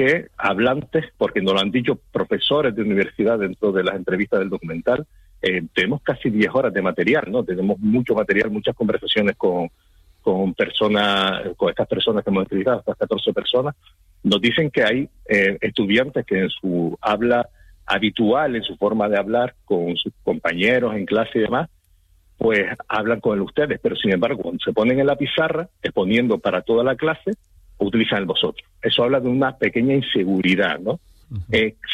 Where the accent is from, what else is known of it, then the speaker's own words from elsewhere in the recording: Canary Islands, Spain; tenemos un dialecto que es de resistencia, ¿no? Hay siempre que reivindicar que lo que yo decía antes, ¿no? Hablamos de que el dialecto canario es tan válido como los otros